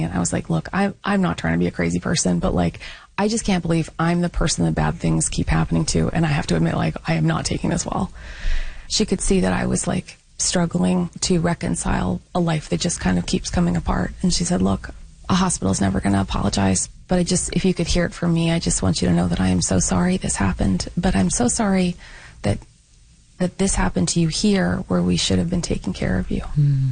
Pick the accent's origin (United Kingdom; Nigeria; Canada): Canada; now in North Carolina, United States